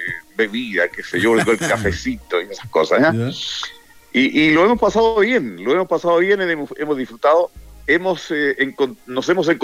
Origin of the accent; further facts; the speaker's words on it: Melipilla, Santiago Metropolitan Region, Chile; born there; moved away; also born or lived in San Antonio / Valparaíso; Yo melipillano.